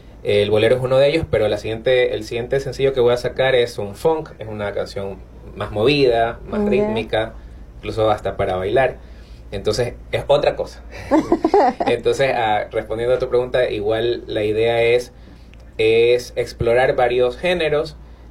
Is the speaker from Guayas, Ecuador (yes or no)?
no; Vinces, Los Ríos, Ecuador; Como yo soy de Vinces, bueno, mi familia tiene una finca